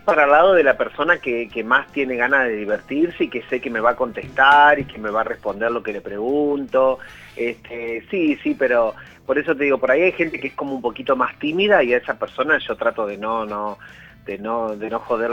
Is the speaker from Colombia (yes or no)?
no; Argentina; Somos pueblos, somos argentinos